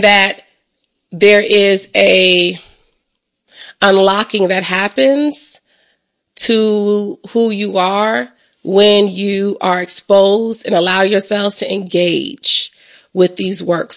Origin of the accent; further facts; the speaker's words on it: Columbus, Ohio, United States; I am born and raised in Columbus, Ohio.